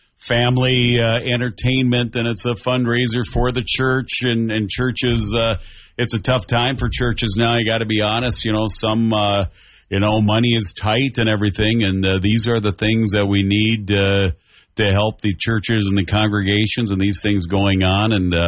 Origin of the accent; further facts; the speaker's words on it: Braham, Minnesota, United States; moved away; I've gone up to my hometown of Bram